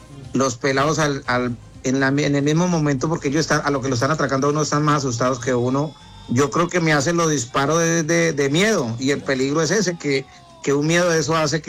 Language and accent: Spanish; San Andrés Tello, Huila, Colombia; born there; San Andrés Tello es el al norte del departamento de Huila, mi pueblito que me vio nacer.